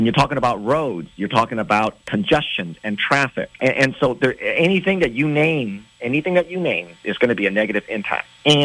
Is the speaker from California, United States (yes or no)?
yes; California, United States; I'm from California, so I've seen this over the course of, 20, 25 years ago.